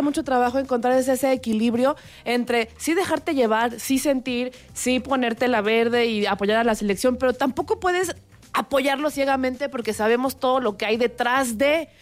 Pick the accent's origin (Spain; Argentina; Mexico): Mexico; lo que deberíamos hacer como mexicanos